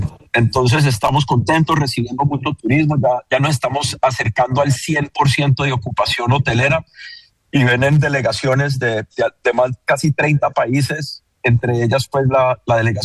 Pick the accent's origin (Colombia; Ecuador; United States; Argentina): Colombia; now in Cali, Colombia